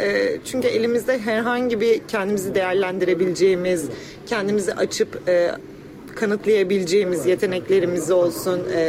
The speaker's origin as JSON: {"language": "Turkish", "region": "Istanbul", "country": "Turkey", "tie": "born or raised there"}